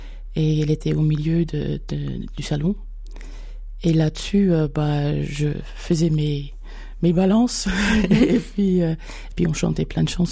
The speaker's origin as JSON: {"language": "French", "town": "Amsterdam", "region": "North Holland", "country": "Netherlands", "tie": "born or raised there", "moved": "yes", "lives_now": "Franche-Comté, France", "said": "J'ai grandi surtout avec ma mère à Amsterdam."}